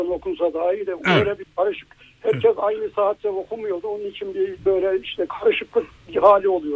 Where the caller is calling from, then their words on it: Ankara, Turkey; Ankara'dan arıyorum.